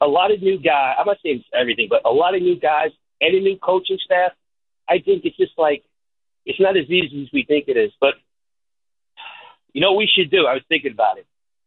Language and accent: English; New York City, New York, United States; When I grew up living in Astoria, we didn't have cable here in Astoria until like early 90s